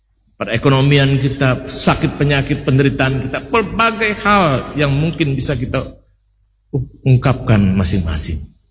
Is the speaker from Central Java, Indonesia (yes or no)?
no; Central Kalimantan, Indonesia; kita ini orang-orang Dayak yang terbelakang, kalah dibandingkan suku-suku pedagang.